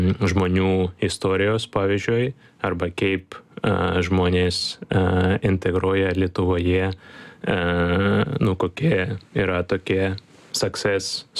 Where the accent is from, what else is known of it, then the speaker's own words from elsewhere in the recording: Ukraine; Lithuanian is a second language; moved away as an adult; now in Lithuania; kaip ukrainietis